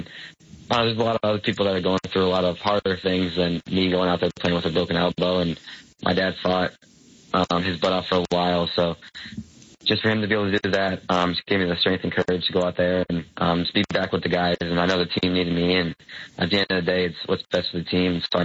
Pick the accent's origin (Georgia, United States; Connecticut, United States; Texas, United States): Connecticut, United States; growing up around the Yale community for 16 years of my life when he was a head coach